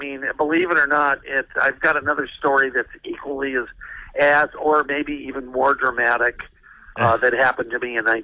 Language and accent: English; Los Angeles, California, United States; living in California, growing up in Hollywood